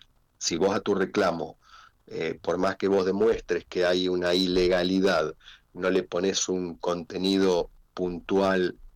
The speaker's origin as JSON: {"language": "Spanish", "town": "Pergamino", "region": "Buenos Aires Province", "country": "Argentina", "said": "Yo soy de Pergamino."}